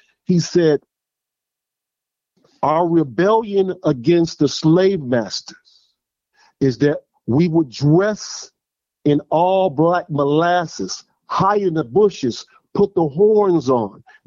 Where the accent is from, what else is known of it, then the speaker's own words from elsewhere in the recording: New Orleans, Louisiana, United States; So I'm from the Ninth Ward. I'm a native from the Desire area. Grew up in the Desire, went to Moton, went to Dunn, went to Carver Middle, went to Carver Senior